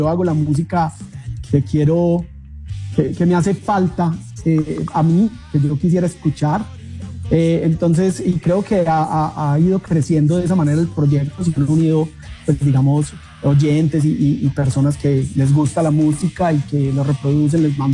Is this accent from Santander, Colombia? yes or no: no; Antioquia, Colombia; yo soy antioqueño y quería hacer algo más relacionado, más cercano a los Andes, a la región a la que yo pertenezco